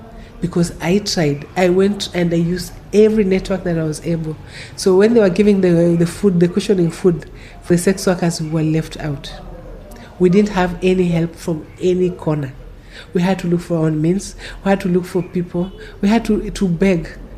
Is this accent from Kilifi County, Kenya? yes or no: yes; Kilifi, Kilifi County, Kenya; I come from Kilifi, you know, I cannot travel to Kilifi.